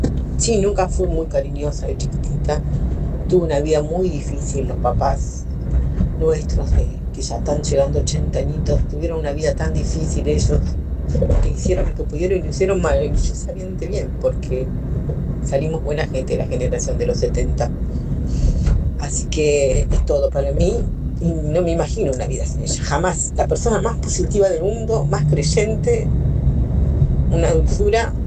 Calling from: Lanús, Buenos Aires Province, Argentina

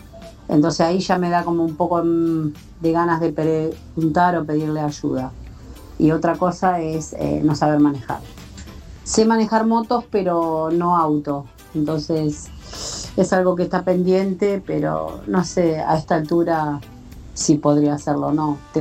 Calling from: Loma Hermosa, Buenos Aires Province, Argentina; de Loma Hermosa.

